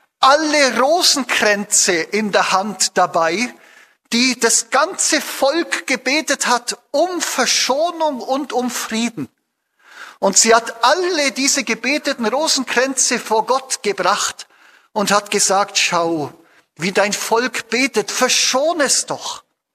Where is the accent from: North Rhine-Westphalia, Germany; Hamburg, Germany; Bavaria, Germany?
Bavaria, Germany; moved away as an adult; now in Austria; Ich komme ja aus Bayern, bin gerade als Missionar frisch hierher gekommen nach Österreich